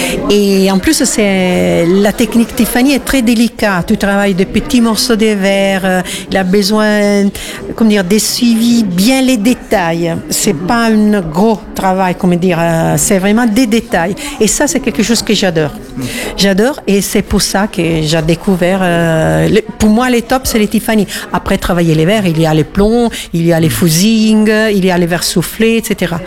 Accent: Italy; French is a second language; now in France; Je suis italienne et mon activité, je suis une artisane bien sûr

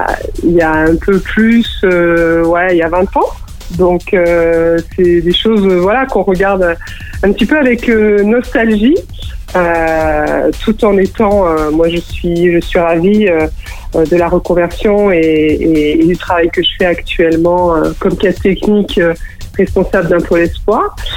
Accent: Clermont-Ferrand, Auvergne-Rhône-Alpes, France; born there; Moi je suis née à Clermont-Ferrand

